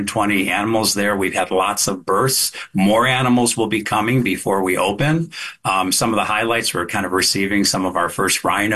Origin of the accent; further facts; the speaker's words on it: Chicago, Illinois, United States; now in St. Louis, United States; I'm also from Chicago, and I worked at the Brookfield Zoo.